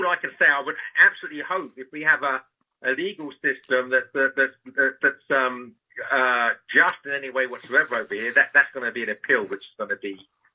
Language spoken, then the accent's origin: English; England, United Kingdom; I was sentenced to prison for editing a magazine in England, my native land, if you can tell from my accent.